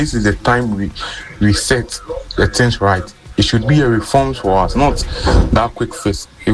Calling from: Ghana; from Kufuridia.

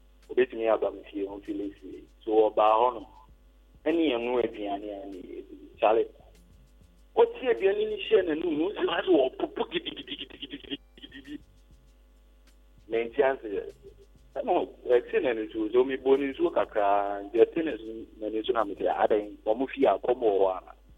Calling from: Kumasi, Ashanti, Ghana; I'm calling you from Tech.

